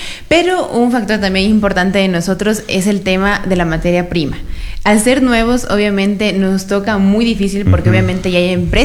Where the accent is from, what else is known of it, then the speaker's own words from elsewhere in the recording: San Pedro de la Bendita, Loja, Ecuador; en donde nosotros somos, San Pedro de la Bendita, la mayoría eran ganaderos